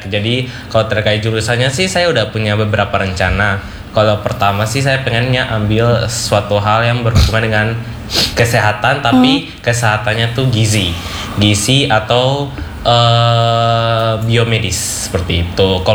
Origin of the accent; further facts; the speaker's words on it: Papua, Indonesia; Dan pandangan mereka terkait kita orang Papua tuh kayak ketika tanya asalnya di mana, oh saya sekolahnya di Papua.